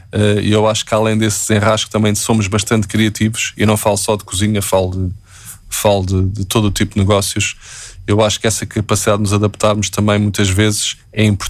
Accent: Portugal; e toda a gente, quando digo que sou português, automaticamente falam de Lisboa, falam do Porto, falam do Douro, falam do Alentejo.

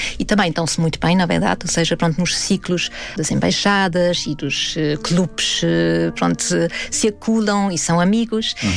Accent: Austria; now in Portugal

